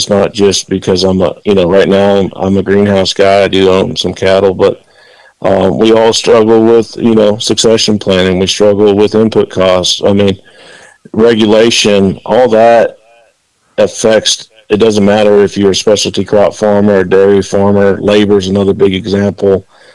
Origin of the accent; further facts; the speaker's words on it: Dominican Republic; no, I'm actually a missionary kid. I grew up in the Dominican Republic.